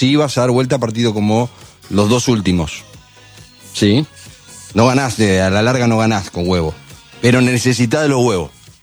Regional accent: Argentina

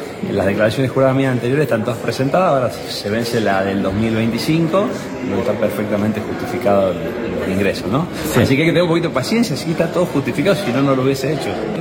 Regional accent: Jujuy, Argentina; No, yo vivo en Jujuy, soy de Jujuy, y la camioneta la compré para mi uso diario en Jujuy.

